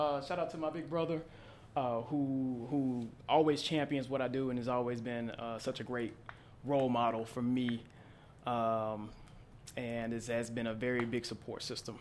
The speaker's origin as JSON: {"language": "English", "town": "Centerville", "region": "Mississippi", "country": "United States", "tie": "born there", "also_born_or_lived": "Jackson, Mississippi / Woodville, Mississippi"}